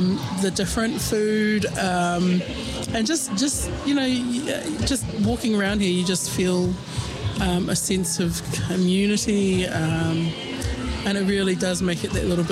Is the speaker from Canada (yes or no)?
no; Dunedin, Otago, New Zealand; I was born here in Dunedin.